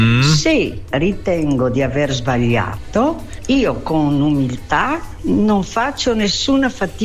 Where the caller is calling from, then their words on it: Verona, Veneto, Italy; di Verona.